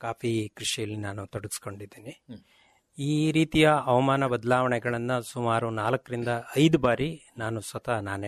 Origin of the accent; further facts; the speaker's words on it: Kanahalli, Karnataka, India; ನಮಗೆ ಇಲ್ಲಿ ಬೇಲೂರು ತಾಲೂಕು ಅರಳಿ ಹೋಬಳಿ ಕಾನಹಳ್ಳಿನಲ್ಲಿ ನಮ್ಮ ಊರು.